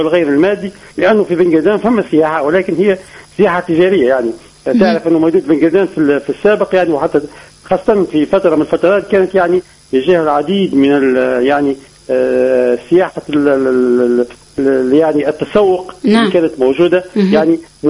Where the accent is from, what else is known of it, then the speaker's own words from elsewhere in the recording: Tunisia; عندنا في تونس